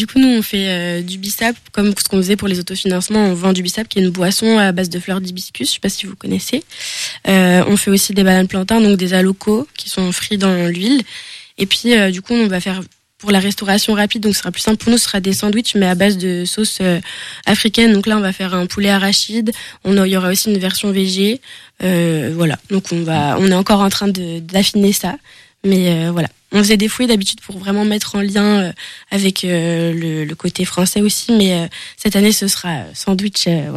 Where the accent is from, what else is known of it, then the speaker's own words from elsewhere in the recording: La Daguenière, Pays de la Loire, France; on a grandi avec à la Daguenière